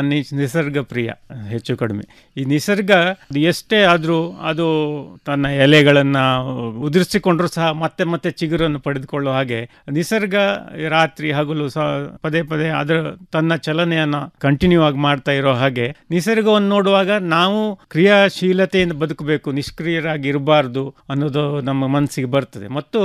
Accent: Ankola, Karnataka, India; ಅವರ ಶಾಲಾ ಕಾಲೇಜಿನಲ್ಲೇ ನಾವು ಕಲಿತು ದೊಡ್ಡವರಾದವರು. ಸೊ ಅಂಥ ಒಂದು ಪುಣ್ಯದ ನೆಲದಲ್ಲಿ ನಾವು ಇರೋದು, ಜನಿಸಿದ್ದು ಎಲ್ಲವೂ ನಮ್ಮ ಭಾಗ್ಯನೇ.

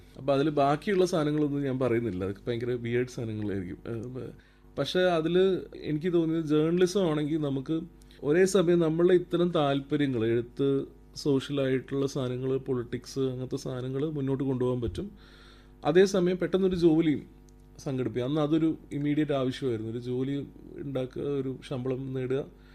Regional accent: Kozhikode, Kerala, India; കോഴിക്കോട് ജനിച്ചു വളർന്നതിൻ്റെ ഒരു ഗുണം

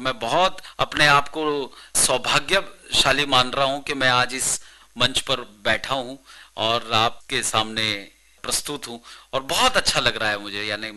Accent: Ahmedabad, Gujarat, India

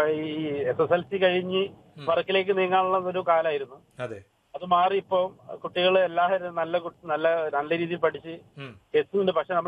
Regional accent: Kozhikode, Kerala, India; now in Paravur, India; അപ്പൊ കോഴിക്കോടാണ് സ്വദേശം. വർക്ക് ഇവിടെ കൊച്ചിയിൽ വർക്കുന്നുണ്ട്.

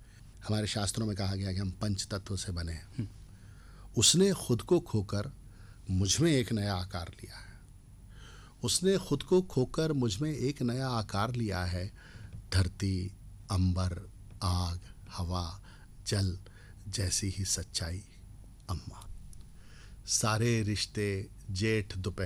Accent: Vidisha, Madhya Pradesh, India; also born or lived in Bhopal; और चूंकि मैं संयुक्त परिवार में पला बड़ा हूँ विदिशा भोपाल में

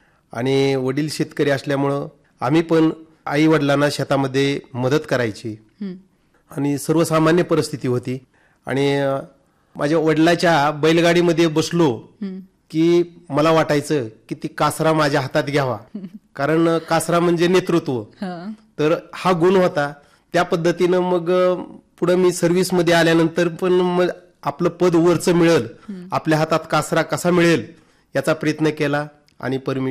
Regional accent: Chorakhali, Maharashtra, India; माझं मूळ गाव चोराखळी, तालुका कळंब, जिल्हा धाराशिव.

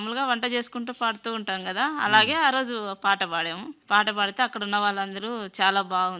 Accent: Balepallem, Andhra Pradesh, India; now in Raptadu, India; Sir, నాదైతే బాలేపల్లెం, కనగానపల్లి మండలం. నన్ను ఇచ్చిందైతే రాప్తాడికి, రాప్తాడైతే టౌన్లోనే ఉన్నాము.

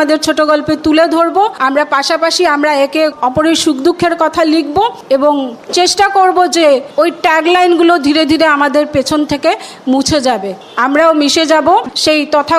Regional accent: Assam, India; আমাদের আসামের ছোট গল্প

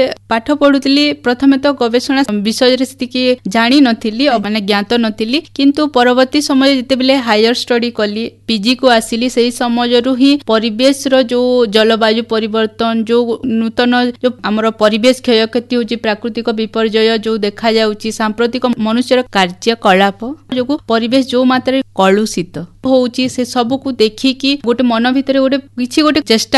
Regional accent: Kanapalli, Odisha, India; ଆମ ଗାଁଟା କନାପଲ୍ଲୀ, ଯେଉଁଟା ବରଗଡ଼ ଜିଲ୍ଲା ଅନ୍ତର୍ଭୁକ୍ତ, ଏବଂ ସେଠି ଆମର ଯେଉଁ ଯୌଥ ପରିବାର କୁହନ୍ତି, ମୋ ବାପାଙ୍କର 5 ଭାଇ

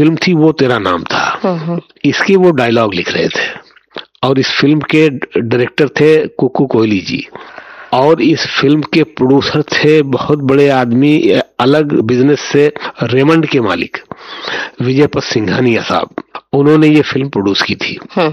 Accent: Surat, Gujarat, India; moved away as an adult; now in Mumbai, India; तो मैं सूरत से मुंबई आ गया 2001 फरवरी में।

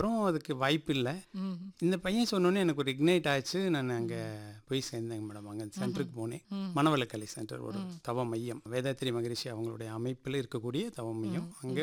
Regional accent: Tamil Nadu, India; என்னோட சொந்த ஊர் வந்து தாலக்கரை நல்லிக்குண்டன் பாளையம் பொள்ளாச்சி வட்டாங்க மேடம். என்னோட படிப்பெல்லாம் டி காளிப்பாளையம்னு ஒரு வில்லேஜ், அங்கே என்னுடைய 10th வரைக்கும் அங்கே இருந்தேன், SSLC அங்கே முடித்தேன்.

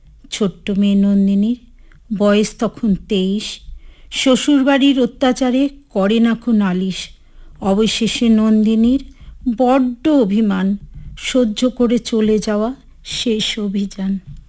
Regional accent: Durgapur, West Bengal, India; যেহেতু আমি 25 বছর ধরে, 25 না 30 বছর আমি উত্তরবঙ্গেতে আছি। আমি দক্ষিণবঙ্গের মেয়ে এবং আমি দুর্গাপুরের মেয়ে।

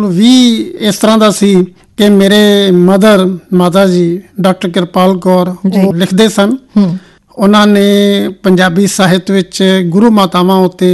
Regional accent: Firozpur, Punjab, India; ਮੇਰਾ ਬਚਪਨ ਫਿਰੋਜ਼ਪੁਰ ਵਿੱਚ ਗੁਜ਼ਰਿਆ, ਮੇਰਾ ਸੰਬੰਧ ਫਿਰੋਜ਼ਪੁਰ ਨਾਲ ਹੈ, ਤਾਂ ਮੇਰੀ ਮੁੱਢਲੀ ਪੜ੍ਹਾਈ ਫਿਰੋਜ਼ਪੁਰ ਤੋਂ ਹੋਈ

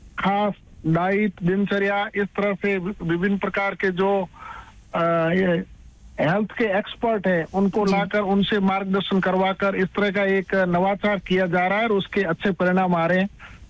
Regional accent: Rajasthan, India; also born or lived in Barmer; मैं भी वैसे ही एक साधारण किसान परिवार से हूँ, मैंने प्राइमरी शिक्षा है वो मेरे गाँव आठमा से की और उसके बाद में मैंने 6वीं 7वीं मेरे ननियाल शिवकर से और फिर 8वीं मैंने सियाणी से, जो हमारे पास में गाँव है वहां से

